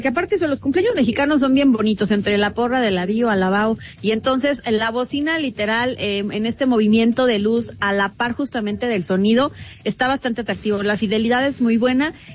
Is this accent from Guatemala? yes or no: no; Mexico; nosotros como buenos mexicanos sabemos del cómo se mueve la economía